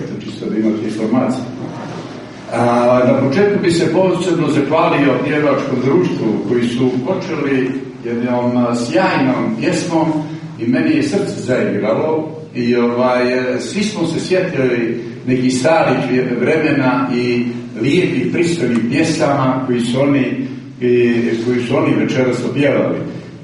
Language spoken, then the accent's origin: Serbian; Podgorica, Montenegro; also born or lived in Berane; ja sam bukvalno porastao u Podgorici, a rođen sam u Beranama.